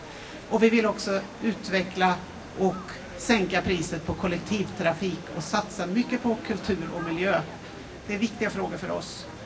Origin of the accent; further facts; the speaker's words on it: Hällekis, Västra Götaland County, Sweden; Jag kommer från Hällekis, Götene.